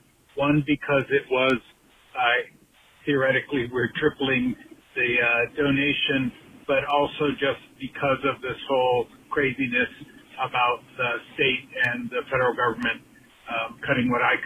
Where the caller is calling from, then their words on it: North Miami Beach, Florida, United States; I'm from North Miami Beach.